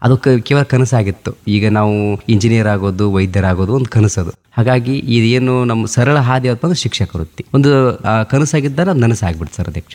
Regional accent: Melmuri, Karnataka, India; moved away as an adult; now in Chikodi, India; ನಾನು ಹುಟ್ಟಿದ್ದು ಹಾವೇರಿ ಜಿಲ್ಲೆ ಹಾವೇರಿ ತಾಲೂಕಿನ ಮೇಲ್ಮುರಿ ಅಂತಕ್ಕಂಥ ಒಂದು ಗ್ರಾಮ ಸರ್. ವರದಾ ನದಿಯ ದಂಡೆಯಲ್ಲಿರ್ತಕ್ಕಂಥ ಒಂದು ಪುಟ್ಟ ಗ್ರಾಮ, ಅಲ್ಲಿ ಹುಟ್ಟಿದ್ದು. ನನ್ನ ಪ್ರಾಥಮಿಕ ಶಿಕ್ಷಣ, ಪ್ರೌಢ ಶಿಕ್ಷಣ ಎಲ್ಲವೂ ಕೂಡ ಅಲ್ಲೇ ಆಗಿದ್ದು.

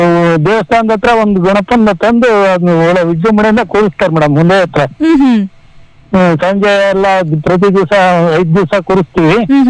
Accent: Holalkere, Karnataka, India; born or raised there

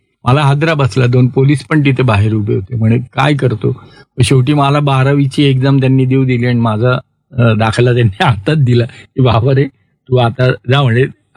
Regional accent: Nashik, Maharashtra, India; born there

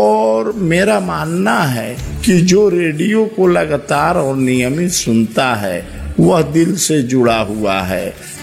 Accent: Gopalganj, Bihar, India; हमारा जिला जो है कृषि प्रधान जिला है जिसमें 95% से अधिक लोग जो है खेती बाड़ी से जुड़े हुए हैं

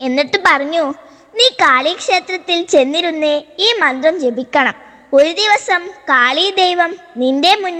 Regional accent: Kallerikkara, Kerala, India; എന്റെ നാട് കല്ലേരിക്കര. ഞാൻ 6-ാം ക്ലാസ്സിലാണ് പഠിക്കുന്നത്.

